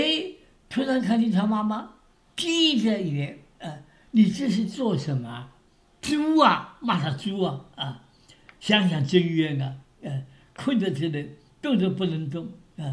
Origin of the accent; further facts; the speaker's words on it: China; 我们中国人